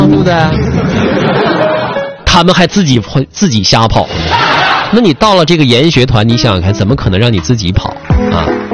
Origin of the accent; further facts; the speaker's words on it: Jilin, China; 首先这是我们吉林人自己人